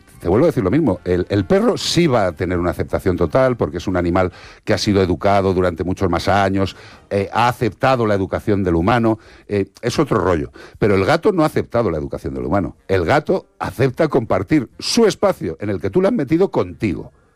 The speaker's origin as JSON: {"language": "Spanish", "town": "Madrid", "region": "Community of Madrid", "country": "Spain", "tie": "born there", "said": "yo nací, yo nací en Madrid."}